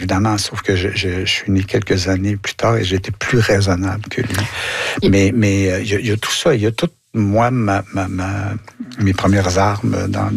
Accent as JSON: {"language": "French", "region": "Quebec", "country": "Canada", "said": "et montrer, en tant que Québécois, ce que les mots veulent dire"}